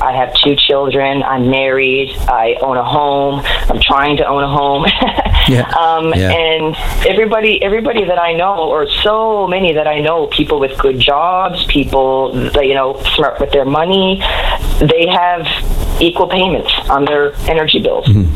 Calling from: Newfoundland and Labrador, Canada; I'm going to be 86 when this contract is up. If I'm still living, I may never see the electricity bill that I deserve to see as a Newfoundlander.

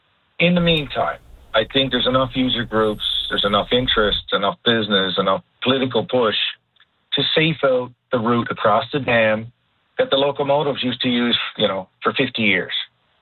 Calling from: Howley, Newfoundland and Labrador, Canada; I'm calling from Howley.

